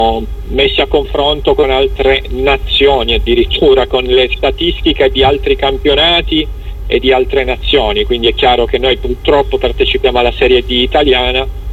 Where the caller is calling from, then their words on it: Reggio Calabria, Calabria, Italy; siamo di Reggio, siamo della Regina